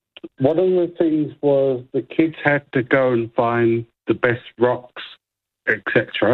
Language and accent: English; Kambalda, Western Australia, Australia; I grew up in Canberra.